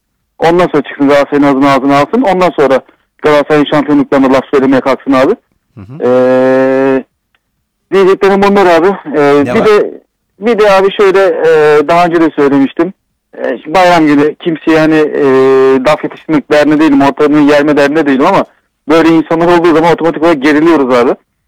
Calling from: Istanbul, Turkey; İstanbul'dan.

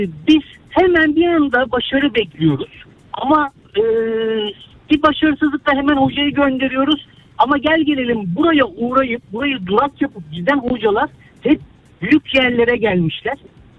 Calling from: Istanbul, Turkey; ben İstanbul'dan arıyorum.

